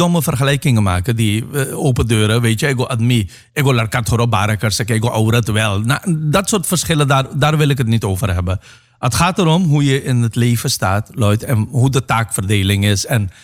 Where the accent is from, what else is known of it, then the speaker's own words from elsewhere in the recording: Suriname; maar dus ik ben in Suriname opgegroeid